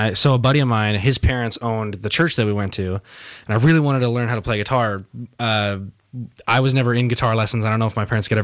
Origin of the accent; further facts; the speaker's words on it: Prince Albert, Saskatchewan, Canada; We're a city, like in Prince Albert. Like